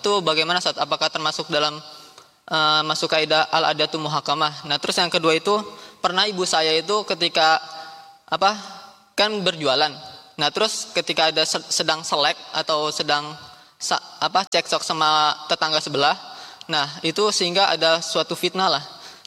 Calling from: Bekasi, West Java, Indonesia; Bismillah, saya dari Sukma Wijaya Kusuma dari Bekasi

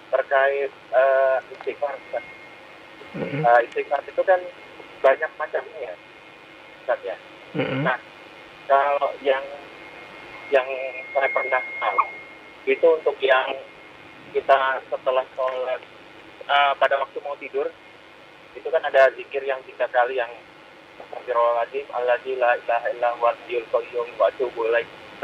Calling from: Jakarta, Indonesia; izin, saya dari Jakarta.

